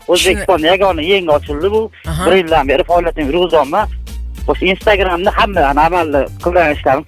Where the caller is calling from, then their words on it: Tashkent, Uzbekistan; Toshkentdanman.